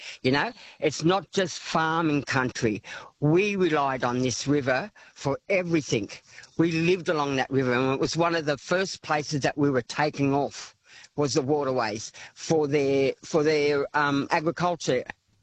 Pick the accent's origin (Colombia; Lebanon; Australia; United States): Australia; Moree, New South Wales; As a young girl here in Moree, well, I could say a little girl growing up in Moree, with my aunties and mother and grandmothers, I seen them, how they used to carry water.